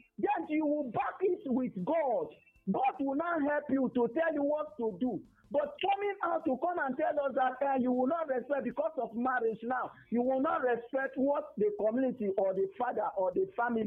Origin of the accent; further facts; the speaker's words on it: Cross River, Nigeria; I'm from Cross River.